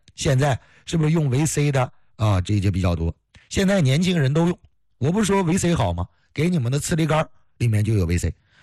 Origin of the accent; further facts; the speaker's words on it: China; 是我生长在中华呀，生长在中国呀，土生土长的苗正根红的中国人呢